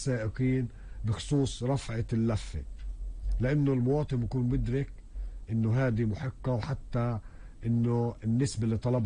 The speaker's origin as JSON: {"language": "Arabic", "country": "Palestine", "said": "في دول مجاورة عندنا ما فيش عندهم أسطول زي الموجود عندنا بفلسطين"}